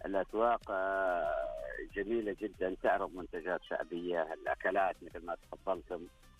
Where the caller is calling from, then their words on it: AlUla, Medina Province, Saudi Arabia; الزميل من العلا.